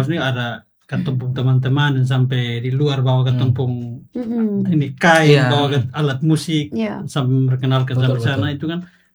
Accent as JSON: {"language": "Indonesian", "country": "Timor-Leste", "said": "Mungkin orang dari timur sini, mungkin beta dari Timor Leste sendiri, ke sana tahu mungkin suatu hari nanti ketong bisa buat sesuatu"}